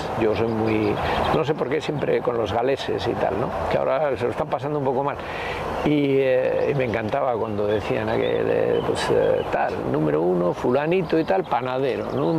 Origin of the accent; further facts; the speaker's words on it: Bilbao, Basque Country, Spain; lo de rugby fue porque Aita me llevaba de pequeño a ver en San Ignacio, jugaban en el barrio de San Ignacio, el equipo que luego jugué yo, el Bilbao Rugby Club.